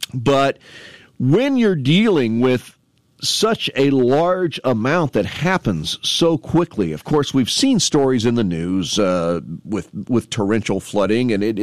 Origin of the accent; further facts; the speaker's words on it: Canton, Georgia, United States; He is the mayor of my hometown, Canton.